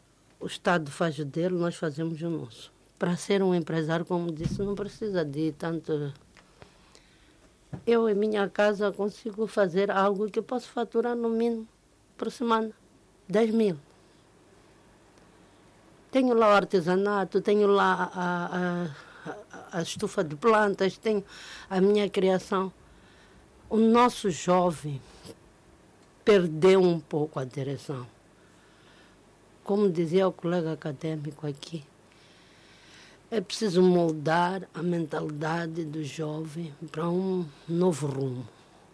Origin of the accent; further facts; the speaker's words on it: Mozambique; sou da sociedade civil, mas antes de ser da sociedade civil, sou moçambicana.